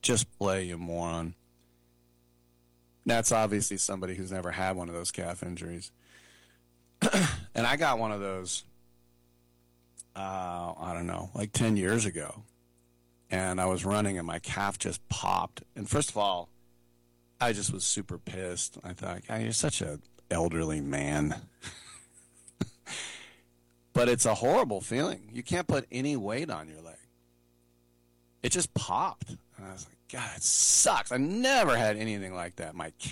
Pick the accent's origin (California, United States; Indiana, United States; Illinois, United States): California, United States; just, you know, as a Californian, what do you want, the ball?